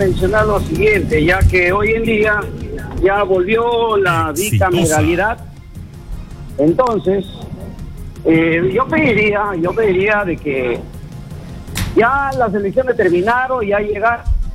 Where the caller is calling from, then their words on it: Peru; nosotros como peruanos